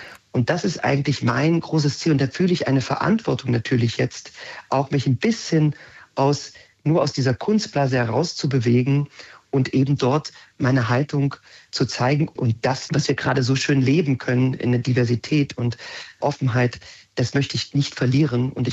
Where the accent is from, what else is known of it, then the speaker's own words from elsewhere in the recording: Magdeburg, Saxony-Anhalt, Germany; gerade ich als Magdeburger und Sachsen-Anhaltiner